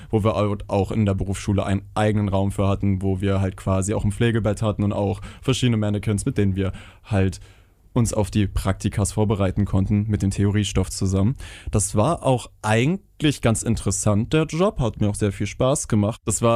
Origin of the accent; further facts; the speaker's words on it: Rothenburg, Germany; moved away as an adult; now in Hanover, Germany; Richtig, ich bin in Hannover, weil ich dort bin für meine Ausbildung nach Hannover gezogen. Ich komme ja ursprünglich aus Rothenburg